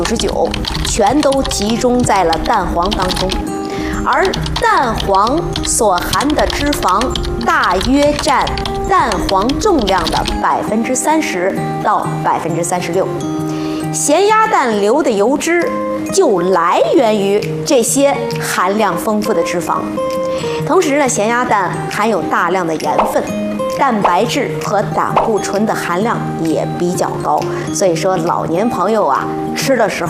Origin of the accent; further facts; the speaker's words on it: northern China, China; 像咱们北方呢大多是用盐水浸泡腌制。